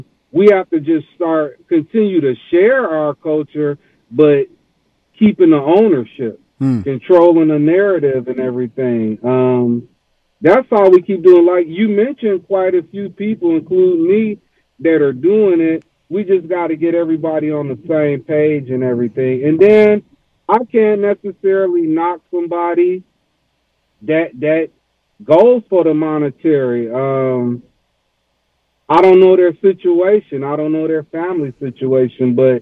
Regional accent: Detroit, Michigan, United States; also born or lived in Philadelphia; It's a combination with the way I was taught from … in Detroit, because I grew up between Detroit and Philly.

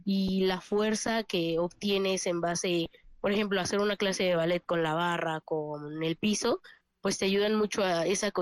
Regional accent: Poza Rica, Veracruz, Mexico

